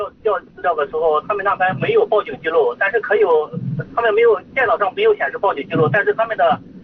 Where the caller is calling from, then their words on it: Yuncheng, Shanxi, China; 我是咱盐湖区的。